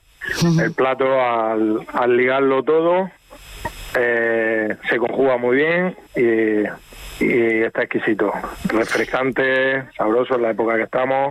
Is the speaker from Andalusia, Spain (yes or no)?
no; Region of Murcia, Spain